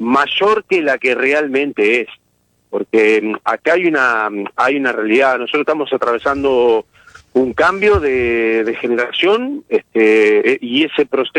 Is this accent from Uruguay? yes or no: yes; Uruguay; Nosotros los uruguayos somos muy especiales en eso, somos muy de lo nuestro